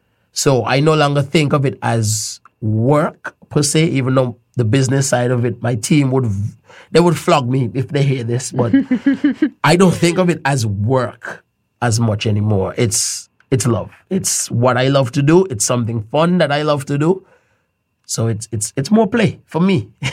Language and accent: English; Montserrat; I always like to think that even though I wasn't born in Montserrat, I grew up in Montserrat to Montserrat Session parents.